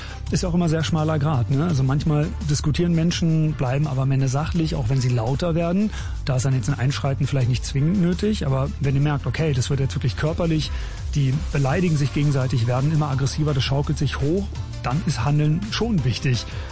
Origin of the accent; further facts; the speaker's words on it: Berlin, Germany; Als gebürtiger Berliner kann ich, glaube ich, sagen, solche Beleidigungen sind in der Hauptstadt nicht zwingend eine Rarität.